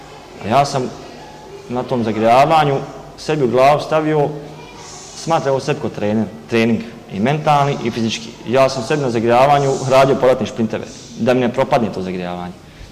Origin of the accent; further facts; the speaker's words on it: Ričice, Federation of Bosnia and Herzegovina, Bosnia & Herzegovina; Rahmetli Dido je prešao kasnije u Ričice i ja sam dosta djetinjstva provio u Ričicama.